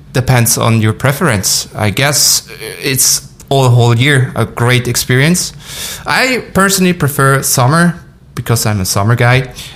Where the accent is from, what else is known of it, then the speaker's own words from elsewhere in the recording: Cham, Zug, Switzerland; My hometown is called Cham. It's a really nice little city near the lake